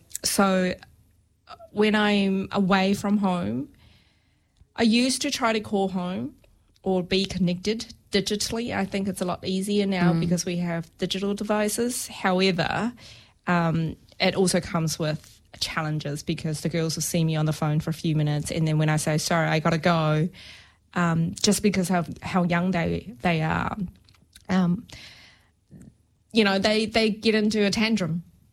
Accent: New Zealand; this is the competitive advantage of actually of being a New Zealander, is that we are so multicultural and so inclusive.

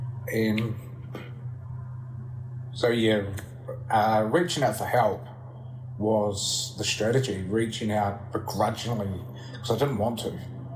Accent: Timaru, Canterbury, New Zealand; I was going back to stay with a guy that I grew up with in Timaru

